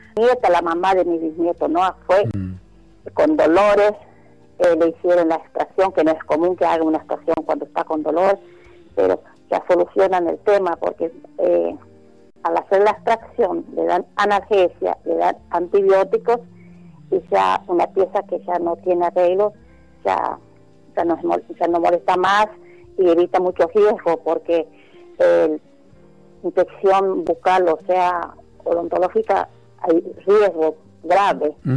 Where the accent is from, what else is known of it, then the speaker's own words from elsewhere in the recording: Pilar, Buenos Aires Province, Argentina; soy de Pilar, Lago Mercino.